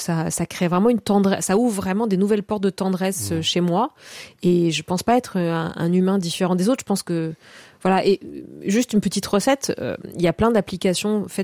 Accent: Corsica, France

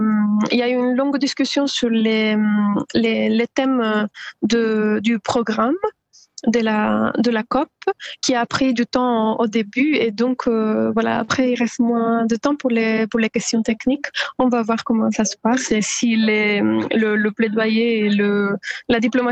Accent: Southern Italy, Italy; French is a second language; now in France; Moi, personnellement, je suis italienne, je viens du sud d'Italie, et c'est vraiment visible.

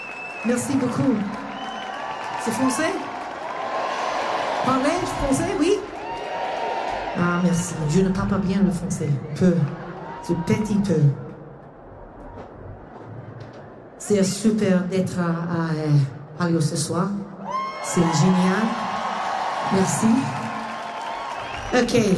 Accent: Scotland, United Kingdom; accent: Scottish; I hope my Scottish accent is okay for you.

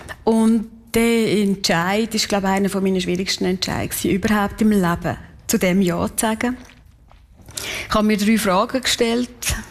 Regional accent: Kaltbrunn, St. Gallen, Switzerland; weil ich bin in Kaltbrunn aufgewachsen. Ich bin ein Kaltbrunner, durch und durch.

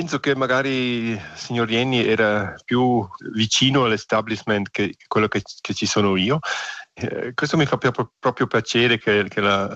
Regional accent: Savognin, Graubünden, Switzerland; moved away as an adult; now in St. Moritz, Switzerland; vengo da un'altra parte, sono cresciuto a Savognina, oltre a montagna, anche questo magari un po' qualcosa interessante, che non sono proprio dalla valle oriundamente, ma sono adesso qui a quasi 20 anni che posso vivere qui e parlo la lingua

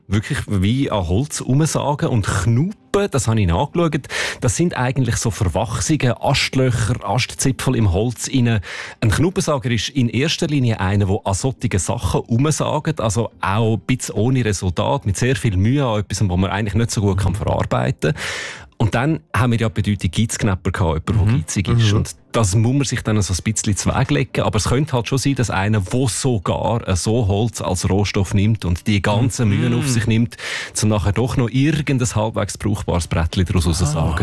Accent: Zurich, Switzerland; Oder geht mir ja ähnlich, auch als Zürcher, wahrscheinlich dir auch als Basler.

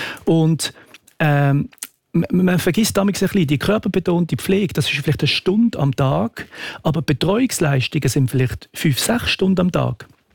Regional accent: Switzerland; Aber wir als Schweizer Bevölkerung haben gesagt, wir wollen alle Leute versorgen

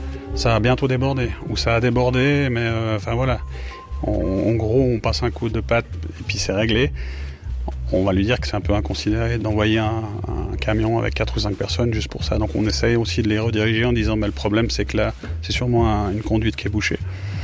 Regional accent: Montreux, Vaud, Switzerland; Alors bonjour … Je viens de Montreux.

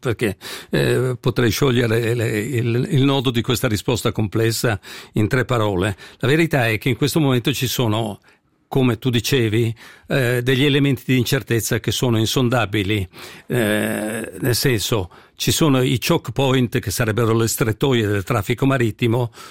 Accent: Genoa, Liguria, Italy; da genovese di origine

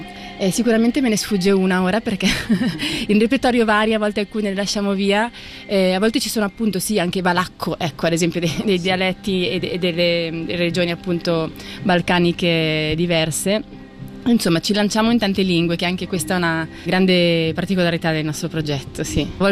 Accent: Switzerland; una ricerca delle mie origini che non ho mai realmente vissuto, siccome sono nata e cresciuta in Svizzera.

